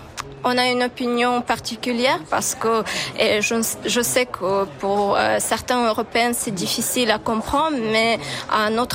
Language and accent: French; Ukraine; je suis ukrainienne